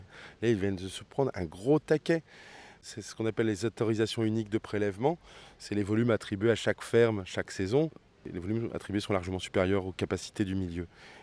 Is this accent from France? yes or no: yes; Beauvais, Hauts-de-France, France; born there; Je suis né à Beauvais